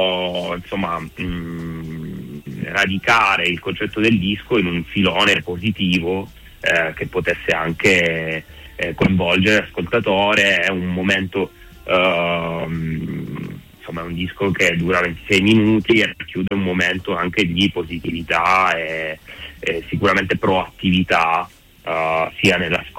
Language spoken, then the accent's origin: Italian; Reggio Calabria, Calabria, Italy; born there; moved away as an adult; now in Milan, Italy; sono calabrese, sono nato a Reggio Calabria, però vivo a Milano da ormai quasi più di 10 anni.